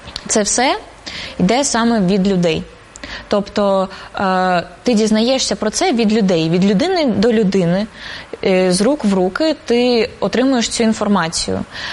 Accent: Simferopol, Crimea, Ukraine; Ukrainian is a second language; moved away; also born or lived in Russia; я з Сімферополю, я зараз перебуваю там і там, я вчу мову

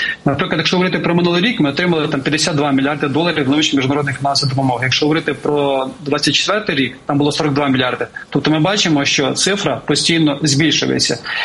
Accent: Cherkasy Oblast, Ukraine; І я родом із Черкащини

